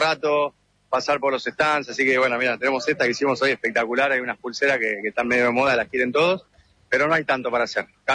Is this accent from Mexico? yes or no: no; Buenos Aires, Argentina; vengo de Buenos Aires. Somos de Buenos Aires.